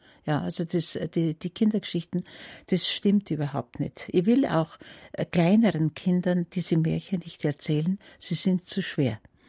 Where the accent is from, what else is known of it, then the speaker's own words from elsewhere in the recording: Niederding, Bavaria, Germany; moved away; also born or lived in Munich; Mein Geburtsjahr ist 1934. Aber ich bin nicht in München aufgewachsen, sondern in Niederding, das kennen vielleicht ein paar, zwischen Erding und Freising, ein kleines Dorf mit einer sehr schönen Kirche. Da war mein Vater Lehrer